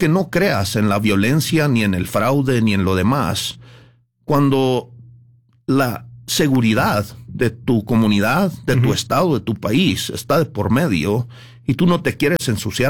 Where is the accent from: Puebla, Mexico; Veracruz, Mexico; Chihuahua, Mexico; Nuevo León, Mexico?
Chihuahua, Mexico; born there